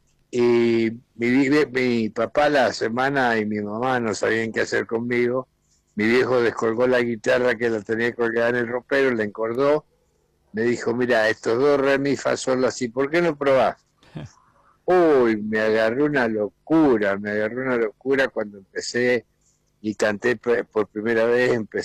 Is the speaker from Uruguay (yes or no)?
no; Mendoza, Argentina; Yo soy de Mendoza